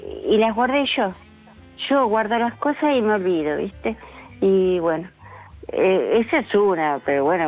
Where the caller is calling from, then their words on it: San Miguel, Buenos Aires Province, Argentina; de San Miguel.